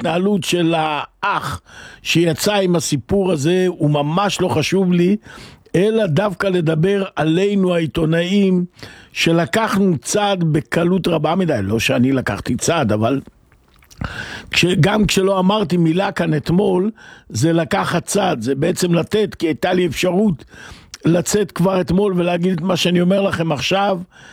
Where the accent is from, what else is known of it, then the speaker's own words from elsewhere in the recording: Northern Israel, Israel; אצלנו בצפון יש רמב״ם